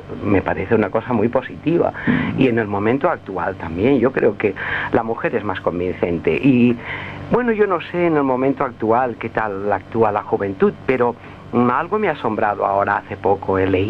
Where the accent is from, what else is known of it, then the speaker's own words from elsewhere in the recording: Alcoy, Valencian Community, Spain; now in Madrid, Spain; de pequeña aquí en Alcoy